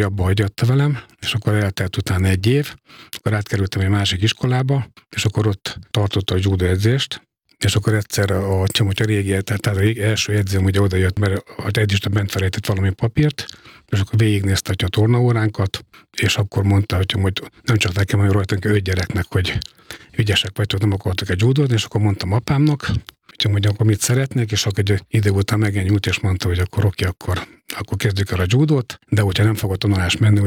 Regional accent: Miskolc, Borsod-Abaúj-Zemplén, Hungary; born there; Miskolcon születtem 1965-ben

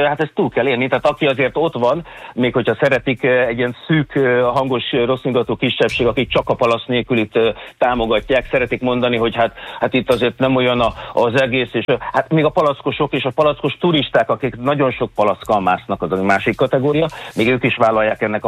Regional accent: Hungary

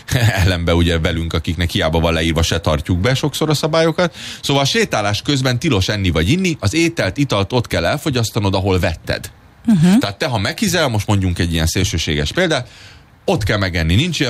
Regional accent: Hungary; én magyar vagyok, mondom, én vagyok a konferencié.

